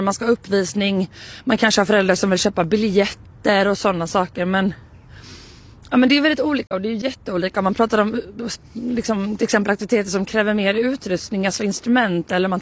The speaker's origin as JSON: {"language": "Swedish", "town": "Karlskrona", "region": "Blekinge", "country": "Sweden", "tie": "born or raised there", "said": "jag är uppväxt i en mindre stad, jag kommer från Karlskrona"}